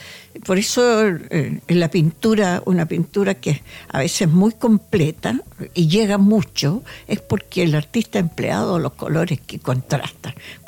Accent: Chile; Pero así somos los chilenos, tú sabes.

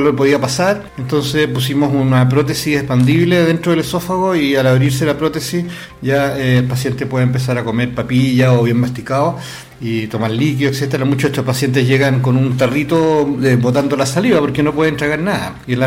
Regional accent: O'Higgins, Chile; Yo me crié aquí en Millaray, al lado, cerca de Quinta Tilcoco. Mi papá tenía un campo ahí, yo siempre venía todos los fines de semana

